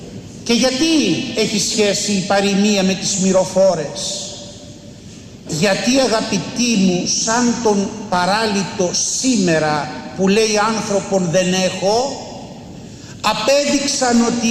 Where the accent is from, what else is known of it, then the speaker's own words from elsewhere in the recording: Skiathos, Thessaly, Greece; είμαι περαστικός από την Αθήνα, και σήμερα θα πάω στο νησί μου στη Σκιάθο.